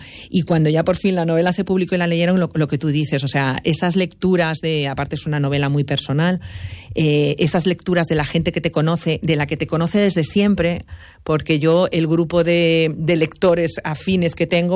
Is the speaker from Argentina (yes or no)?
no; Madrid, Community of Madrid, Spain; born there; moved away as an adult; also born or lived in Galicia; now in A Coruña, Spain; mi marido es de aquí, de Orense, he venido siempre con la familia política aquí a Orense, entonces yo soy una madrileña que ha vivido mucho en Galicia, ya llevo seguidos 20 años viviendo aquí además